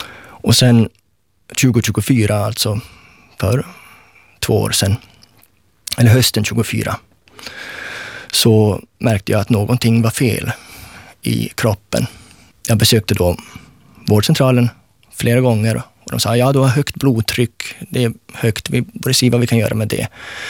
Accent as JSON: {"language": "Swedish", "country": "Sweden", "accent": "rikssvenska", "lives_now": "Finland", "said": "när jag talar så finns det rikssvenska betoningarna kvar, som ibland också sipprar lite mot det finlandssvenska."}